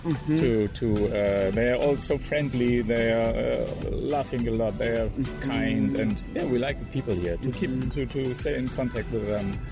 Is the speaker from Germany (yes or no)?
yes; Germany; English is a second language; I'm also from Germany.